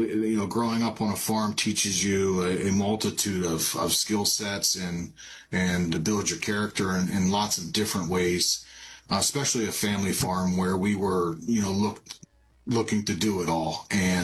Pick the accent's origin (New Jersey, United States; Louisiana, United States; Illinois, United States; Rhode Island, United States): New Jersey, United States; Jacksonville; I'm from Jacksonville, New Jersey. I am the third child, two older brothers, one younger sister.